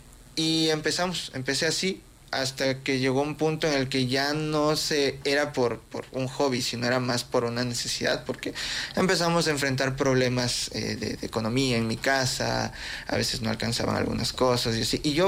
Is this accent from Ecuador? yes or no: yes; Quito, Pichincha, Ecuador; Soy un joven quiteño